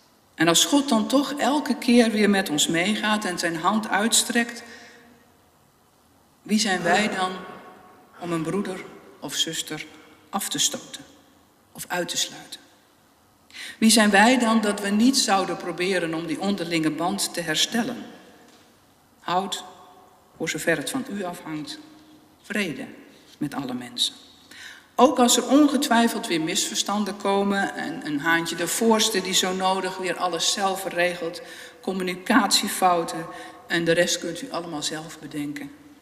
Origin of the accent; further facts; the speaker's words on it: Netherlands; Als Nederlanders, als lid van de kerk